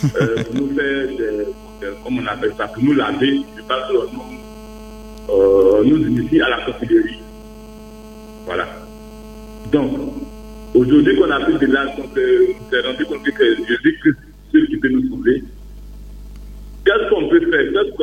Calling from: Songon, Abidjan, Côte d’Ivoire; Je vous appelle de Songon.

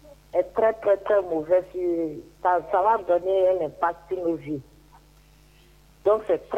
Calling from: Yopougon, Abidjan, Côte d’Ivoire; J'appelle de Yopougon.

